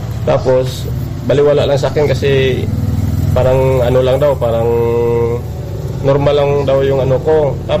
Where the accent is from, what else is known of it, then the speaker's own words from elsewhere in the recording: Western Visayas, Philippines; Abiera Sebastian Antique.